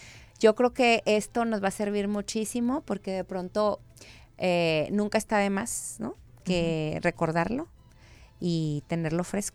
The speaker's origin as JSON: {"language": "Spanish", "town": "Monterrey", "region": "Nuevo León", "country": "Mexico", "said": "yo ves que soy de Monterrey, soy regia"}